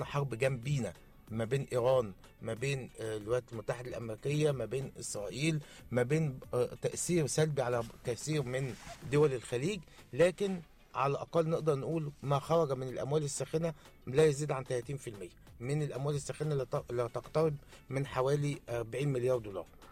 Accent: Egypt

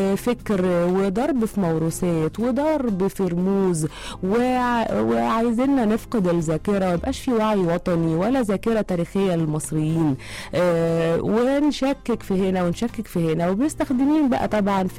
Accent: Egypt; كمان زي أي مواطن مصري منكم

